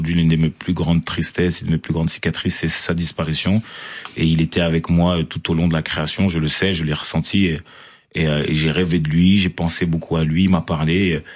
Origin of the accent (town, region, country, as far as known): Marseille, Provence-Alpes-Côte d'Azur, France; born there